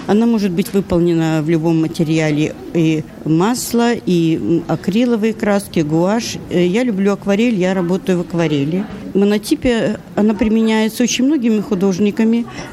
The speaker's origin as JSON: {"language": "Russian", "country": "Belarus", "moved": "yes", "lives_now": "Poland", "said": "Ну, я белоруска. В Беларуси переехала в Польшу."}